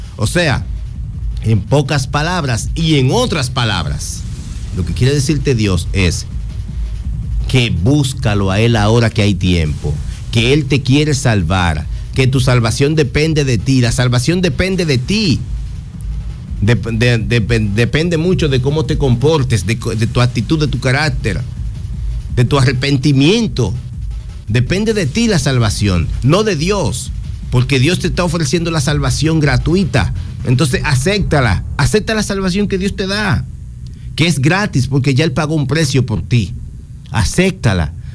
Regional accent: San Cristóbal, Dominican Republic; Yo que amo mi pueblo San Cristóbal

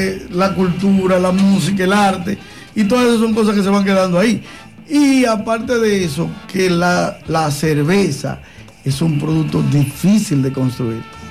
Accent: Dominican Republic; nosotros los dominicanos es lo contrario

